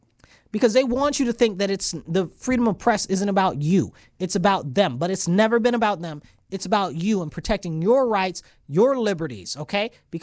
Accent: United States; I'm American.

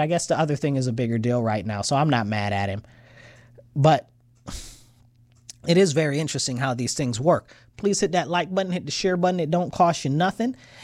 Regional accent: United States; we as American citizens

